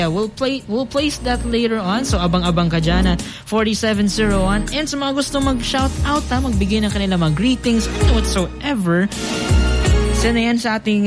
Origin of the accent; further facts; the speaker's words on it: Malilipot, Bicol Region, Philippines; my hometown, Malilipot, Albay.